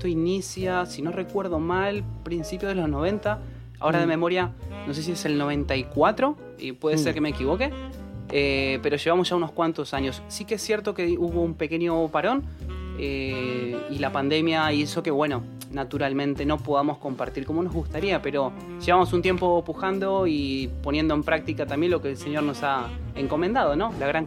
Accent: Buenos Aires Province, Argentina; accent: Argentine; moved away as an adult; now in A Coruña, Spain; que no soy español, pero casi. Mi abuelo era de aquí, entonces eso hace que las raíces estén más ligadas. Soy argentino, soy de la provincia de Buenos Aires. Llevo con mi familia casi 10 años aquí. Aunque no vivo en el sur, vivo en el norte.

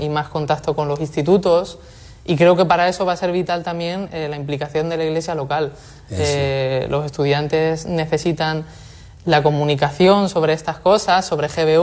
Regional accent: Castilla-La Mancha, Spain

